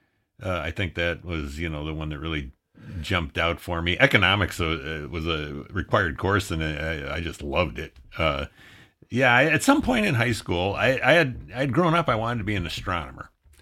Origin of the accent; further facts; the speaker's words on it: Madison, Wisconsin, United States; Well, in Madison, we had that Arboretum